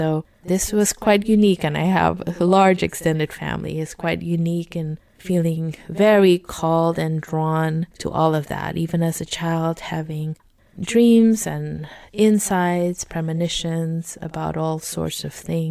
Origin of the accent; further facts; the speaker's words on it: Suriname; sounds that were very common growing up in Suriname and going to different ceremonies and things